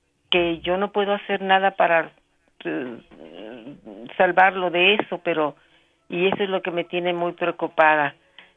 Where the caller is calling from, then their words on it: Guadalajara, Jalisco, Mexico; Buenas noches, Pedrito. … de Guadalajara.